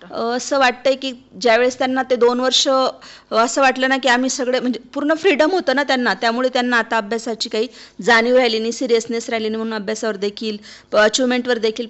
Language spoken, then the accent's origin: Marathi; Tavkheda, Maharashtra, India; also born or lived in Varshi, Shindkheda taluka; माझं लहानपण आईच्या घरी, मामाच्या कडे.